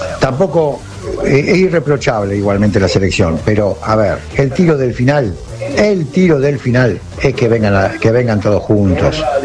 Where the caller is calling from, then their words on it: Tandil, Buenos Aires Province, Argentina; de Tandil.